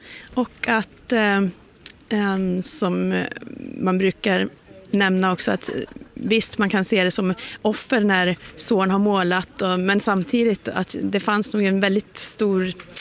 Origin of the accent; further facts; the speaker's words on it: Särna, Dalarna County, Sweden; jag kommer från Särna, så det är en otroligt viktig del av min identitet.